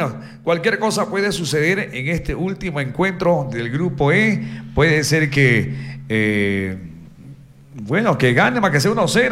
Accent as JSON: {"language": "Spanish", "country": "Ecuador", "said": "somos ecuatorianos"}